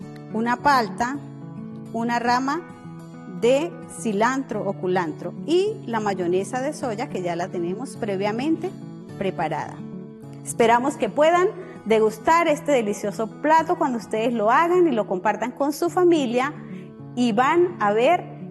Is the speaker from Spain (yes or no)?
no; Colombia; also born or lived in Venezuela; Como buena colombiana, con cultura venezolana